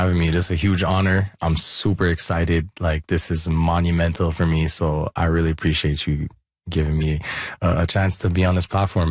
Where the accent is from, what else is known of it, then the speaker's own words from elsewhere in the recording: Montreal, Quebec, Canada; I mean, born and raised right on Workman and DeLille, right by Vinette Park.